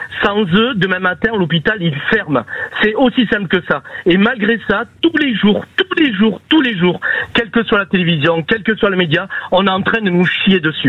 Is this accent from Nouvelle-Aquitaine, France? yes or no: yes; Nouvelle-Aquitaine, France; born there; Oui, je suis d'origine marocaine. Je suis né dans les Landes. J'ai le droit à l'appellation d'origine contrôlée, s'ils veulent.